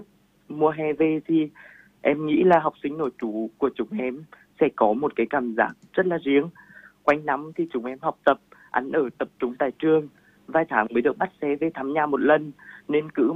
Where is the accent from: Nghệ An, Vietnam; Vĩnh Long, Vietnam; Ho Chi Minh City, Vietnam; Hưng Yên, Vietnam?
Nghệ An, Vietnam; học sinh lớp 11A5 của trường phổ thông trung học dân tộc nội trú Nghệ An. Em là một người con của dân tộc Thái, sinh ra và lớn lên ở miền Tây xứ Nghệ.